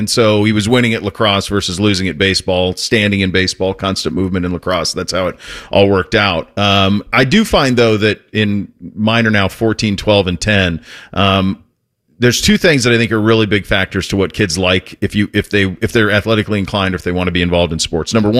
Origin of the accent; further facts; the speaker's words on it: Montana, United States; I grew up in Montana. We didn't even have it.